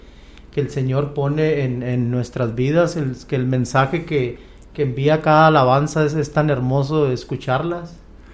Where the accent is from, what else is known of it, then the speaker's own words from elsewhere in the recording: Coahuila, Mexico; Yo soy de Coahuila, hermano.